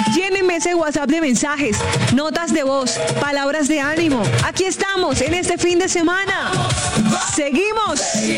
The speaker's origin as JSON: {"language": "Spanish", "country": "Colombia"}